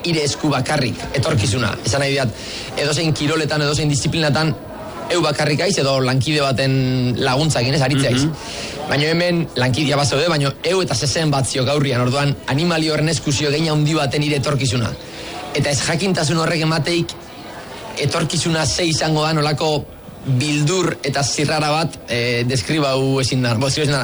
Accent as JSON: {"language": "Basque", "area": "Zestoa, Deba, Mutriku", "region": "Basque Country", "country": "Spain", "tie": "born there", "said": "hazi ginen, ba, zestuan, itziarren, deban, mutrikunda bar"}